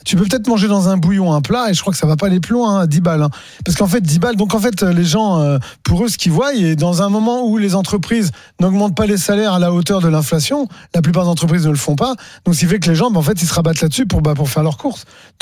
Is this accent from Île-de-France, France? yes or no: yes; Paris, Île-de-France, France; Moi, je suis un pur parisien dans ma vie perso.